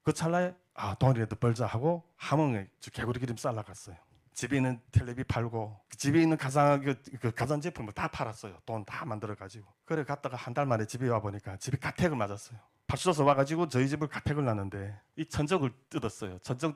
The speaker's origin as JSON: {"language": "Korean", "country": "North Korea", "tie": "born or raised there", "lives_now": "South Korea", "said": "야 이거 북한에서 태어난 거 왜 이렇게 후회되고"}